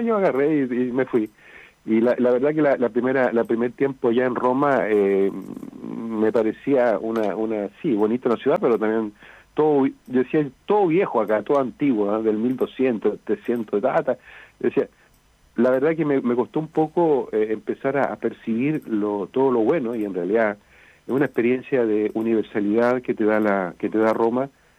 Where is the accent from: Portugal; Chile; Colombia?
Chile; now in Chiloé, Chile; toda la cultura chilota es una riqueza como chileno, ser parte también de esta historia de acá, de Chiloé.